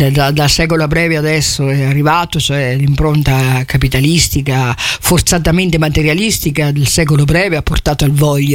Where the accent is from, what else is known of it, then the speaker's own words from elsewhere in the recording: Pollenza, Marche, Italy; born there; sono partita da Pollenza